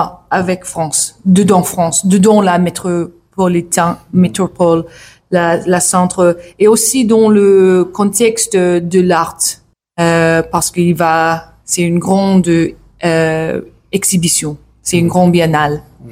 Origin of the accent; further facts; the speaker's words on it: New Zealand; French is a second language; On vient de Nouvelle-Zélande, Aotearoa, et on n'a pas eu la chance de écouter les vraies histoires, le vrai.